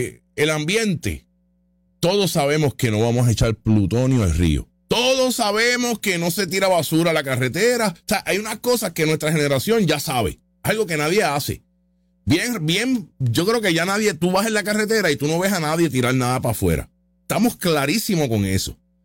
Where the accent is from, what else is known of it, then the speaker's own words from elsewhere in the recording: Aibonito, Puerto Rico; born there; Yo nací en Ay Bonito, el pueblo de las flores y el frío bendito.